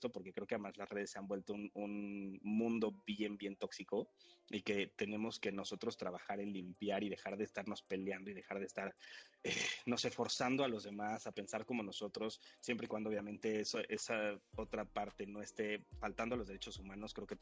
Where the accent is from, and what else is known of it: Mexico